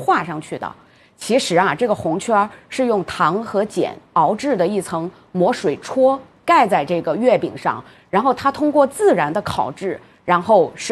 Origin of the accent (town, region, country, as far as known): China